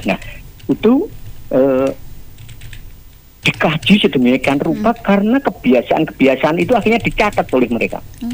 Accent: Java, Indonesia

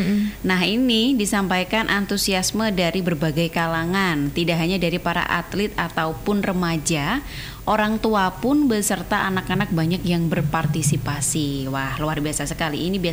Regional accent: Nganjuk, East Java, Indonesia; Kalau saya sendiri orang Nganjuk

